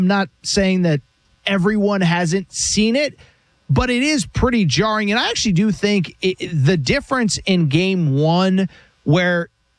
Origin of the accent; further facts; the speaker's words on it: Connecticut, United States; growing up in Connecticut, we watch basketball.